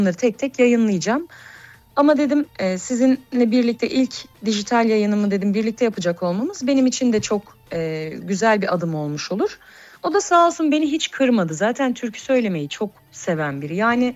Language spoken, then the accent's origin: Turkish; Malatya, Turkey; Sadece Malatya için söylemiyorum. Hı-hı. Doğup büyüdüğüm kültür, topraklar bu kültürün bir beşiği.